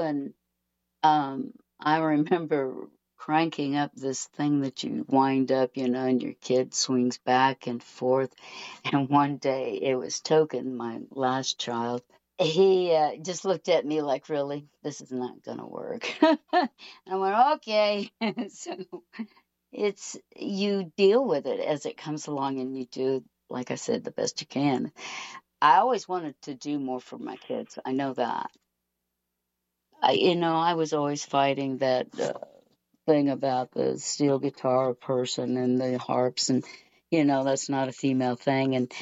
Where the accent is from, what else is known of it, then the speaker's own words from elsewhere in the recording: Missouri, United States; I'm from Missouri.